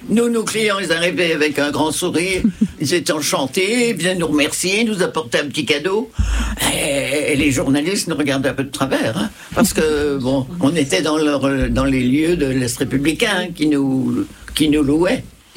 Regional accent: France; je suis une Française qui rapatrie ses enfants.

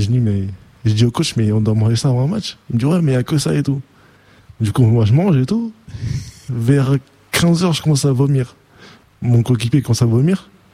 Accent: France; born there; also born or lived in Spain / Malaga, Spain / Valencia, Spain; J'ai tous mes gars en France et je fais toutes mes années aussi en France, donc ouais. J'ai plus de souvenirs en France.

